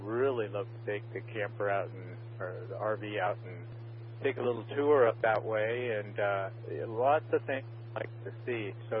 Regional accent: Oregon, United States; now in Jamestown, United States; We're, I'm from Oregon now. I'm from the West Coast, and haven't spent hardly any time at all here on the East Coast now.

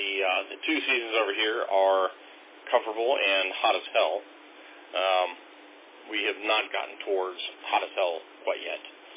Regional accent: Ohio, United States; now in Brisbane, Australia; I am originally from Ohio, actually, so just a bit, I think, northeast from you.

